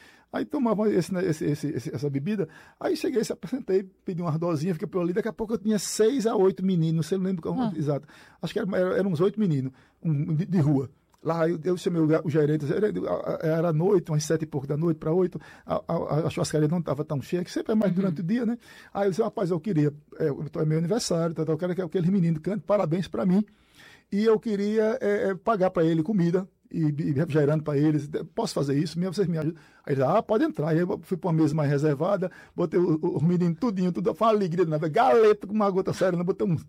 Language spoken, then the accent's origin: Portuguese; Floresta do Navio, Pernambuco, Brazil; born there; now in Tacaratu, Brazil; nasci em Floresta do Navio. E fui adotado por Tacaratu, que é a cidade do meu coração, a cidade que eu amo muito, Tacaratu. E moro em Tacaratu praticamente.